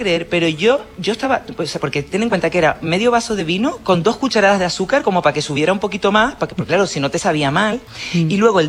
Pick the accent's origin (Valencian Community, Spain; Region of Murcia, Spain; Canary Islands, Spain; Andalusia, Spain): Canary Islands, Spain; El Paso; moved away; also born or lived in Madrid; cuento lo mismo, que soy del municipio del Paso, que me fui de La Palma por salir del Paso